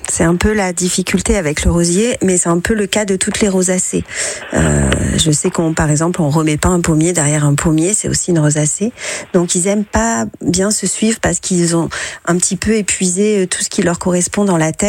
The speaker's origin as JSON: {"language": "French", "region": "Provence-Alpes-Côte d'Azur", "country": "France", "said": "chez nous, en Provence, on plante à l'automne."}